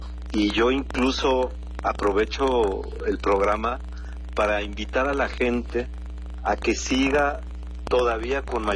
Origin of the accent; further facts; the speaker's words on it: Acapulco, Guerrero, Mexico; moved away as an adult; yo no he sido un factor de división en mi pueblo.